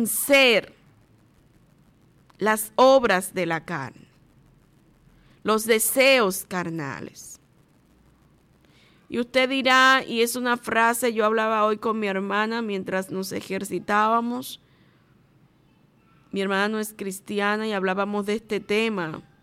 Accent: Dominican Republic; no como dominicana, porque esa es otra cosa, sino como cristiana

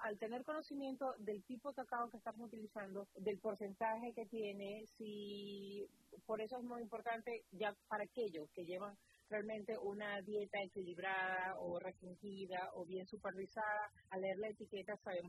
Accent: Zulia, Venezuela; mi tierra, de donde yo soy, del Zulia, se produce uno de los mejores cacao del mundo, en el sur del lago de Venezuela

